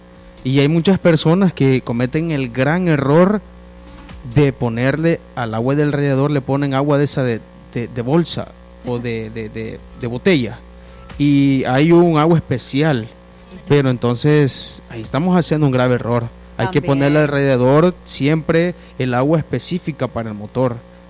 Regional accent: El Salvador; eso que nosotros como salvadoreños le decimos el mojo

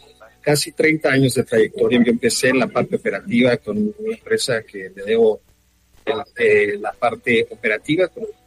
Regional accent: Los Mochis, Sinaloa, Mexico; also born or lived in São Paulo, Brazil; now in Mexico City, Mexico; yo soy originario de Los Mochis, Sinaloa

